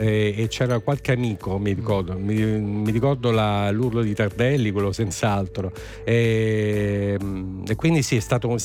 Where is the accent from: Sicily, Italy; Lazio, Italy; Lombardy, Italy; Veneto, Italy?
Lazio, Italy; Rome; è Roma, in quanto sono nato e cresciuto a Roma